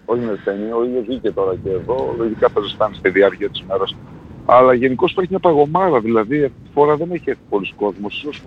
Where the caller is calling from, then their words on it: Central Macedonia, Greece; εδώ στη Χαλκιδική